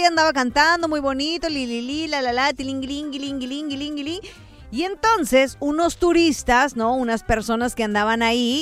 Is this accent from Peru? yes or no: no; Puerto Rico; Yo hablo, yo como puertorriqueña ya.